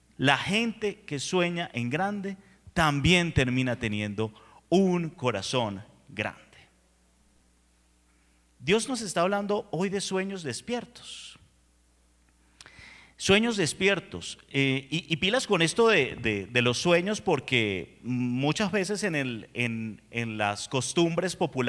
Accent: Venezuela; moved away as an adult; now in Colombia; cuando llegué a Colombia, yo soy venezolano, resumen para los que no me conocían, cuando llegué a Colombia hace 8 años

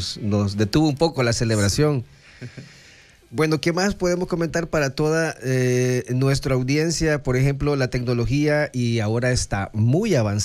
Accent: El Salvador; como buen salvadoreño y como buen ser humano, le voy a hablar en modo salvadoreño

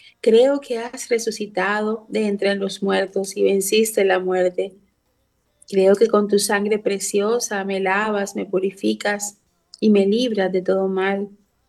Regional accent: Colombia

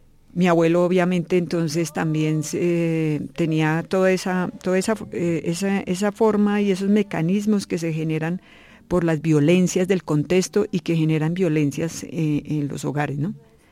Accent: Bogotá, Colombia; Yo soy de acá, de la ciudad de Bogotá. Nací en el Hospital San Pedro Claver, que se llamaba en esa época

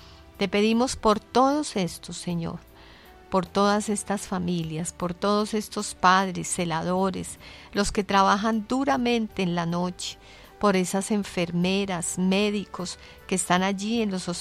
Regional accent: Colombia; todos nosotros como colombianos

